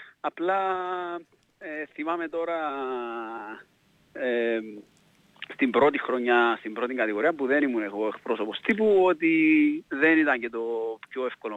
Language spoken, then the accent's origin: Greek; Peristerona, Cyprus; Εγώ μεγάλωσα στην Περιστερών.